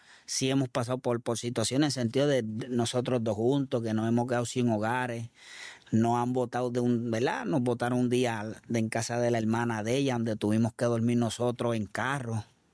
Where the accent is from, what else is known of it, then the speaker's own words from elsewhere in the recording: Toa Alta, Puerto Rico; yo soy de Toalta.